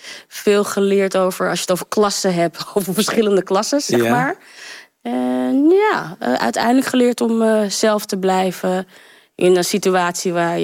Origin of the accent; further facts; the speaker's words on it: Haarlem, North Holland, Netherlands; accent: Haarlem; also born or lived in Paramaribo, Suriname; En terechtgekomen in Haarlem-Schalkwijk. Dus ik ben opgegroeid in Haarlem.